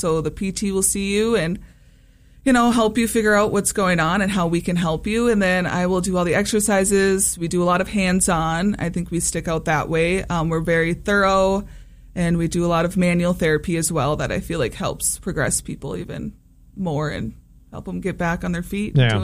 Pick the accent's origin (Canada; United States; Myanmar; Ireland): United States; Breckenridge, Minnesota; moved away as an adult; now in Alexandria, United States; I'm from Breckenridge, Minnesota.